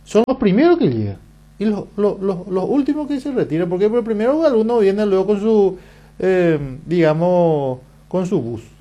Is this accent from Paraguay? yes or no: yes; Paraguay; Nosotros trabajamos acá todos los días y todos somos paraguayos o llámese latino